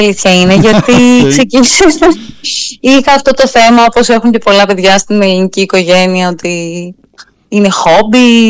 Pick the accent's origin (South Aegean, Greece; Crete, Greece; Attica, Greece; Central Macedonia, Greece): Central Macedonia, Greece; Thessaloniki; moved away as an adult; Γεννήθηκα και μεγάλωσα στη Θεσσαλονίκη, λοιπόν. Ήρθα στην Αθήνα να σπουδάσω θεατρολογία, θεατρικών σπουδών.